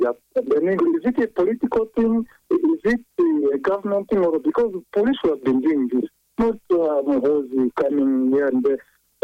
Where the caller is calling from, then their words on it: Kampala, Central Region, Uganda; from Wandegia.